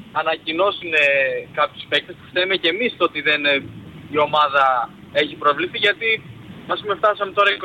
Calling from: Kalamaria, Central Macedonia, Greece; από Καλαμαριά παίρνω τηλέφωνο.

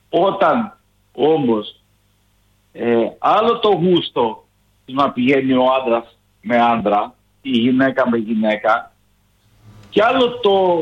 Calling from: Kilkis, Central Macedonia, Greece; είμαι από Κιλκής

